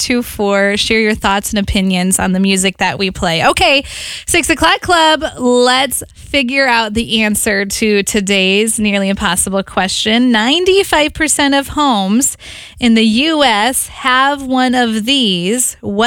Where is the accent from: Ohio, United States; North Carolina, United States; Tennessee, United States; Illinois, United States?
Illinois, United States; Chicago; I grew up in Chicago.